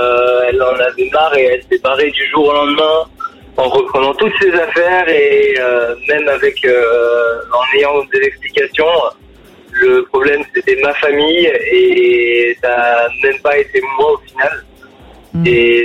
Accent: Montreuil, Île-de-France, France; Moi je viens de Montreuil, dans le 93 jusqu'à à côté de Paris.

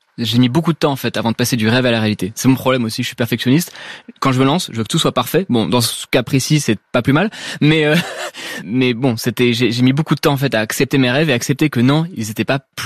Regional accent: Paris, Île-de-France, France; j'ai grandi à Paris. Donc du coup, bon, j'ai grandi autour des gratte-ciel

